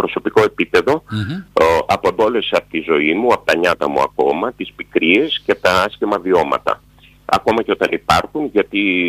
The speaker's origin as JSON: {"language": "Greek", "town": "Lamia", "region": "Central Greece", "country": "Greece", "tie": "born or raised there", "said": "από την πατρίδα μου, από τη Λαμία"}